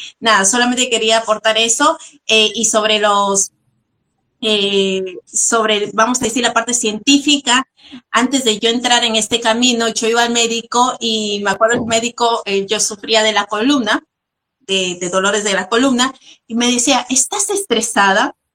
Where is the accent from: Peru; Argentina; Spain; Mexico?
Peru; yo soy de Perú, o sea, hay vecinitas, yo fui a Brasil también